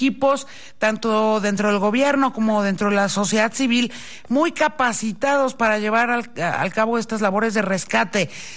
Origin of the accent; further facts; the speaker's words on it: Mexico; si hay un pueblo que sabe de qué estamos hablando cuando se enfrenta a una tragedia de esta magnitud, somos justamente los mexicanos.